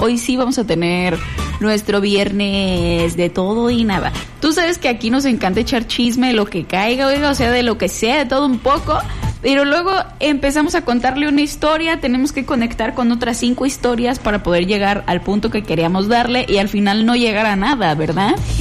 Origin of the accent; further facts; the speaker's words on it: Mexico; los mexicanos mostramos la casta que tenemos